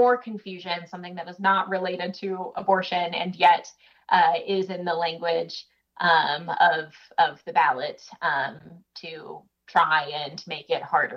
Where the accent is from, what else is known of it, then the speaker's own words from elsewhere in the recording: Missouri, United States; born there; also born or lived in Washington, District of Columbia, United States; It was time after 5 years for me to come back home and hopefully make change in my home state